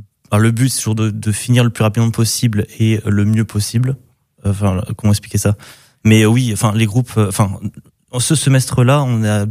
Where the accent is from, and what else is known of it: France